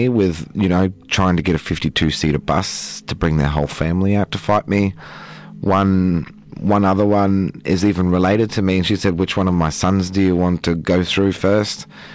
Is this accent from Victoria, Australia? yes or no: no; Queensland, Australia; I'm from Wangan and Yagalingu country up in central Queensland. We're about 5 hours drive west of Mackay, and we speak Widi language, which is a main core language in central Queensland, along with the Gungalu and Biri language.